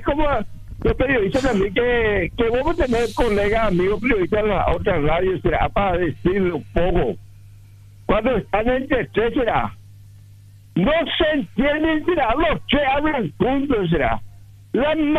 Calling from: Alberti, Buenos Aires Province, Argentina; Oyente de Alberti.

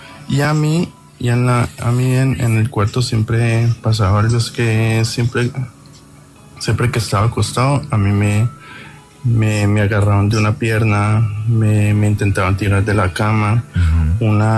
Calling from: Cali, Valle del Cauca, Colombia; Desde acá de Cali

